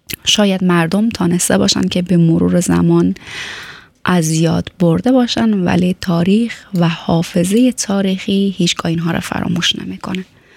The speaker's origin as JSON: {"language": "Persian", "country": "Afghanistan", "said": "و من و شما هم از افغانستان آمدیم، بهتره که آبروداری کنیم"}